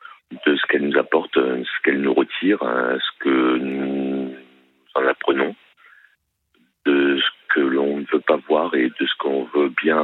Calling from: France; Je suis français. Alors certainement d'origine peut-être autre, je ne sais pas.

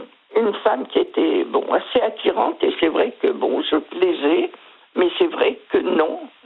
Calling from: Mâcon, Bourgogne-Franche-Comté, France; lui est à Auxerre, moi je suis sur Mâcon.

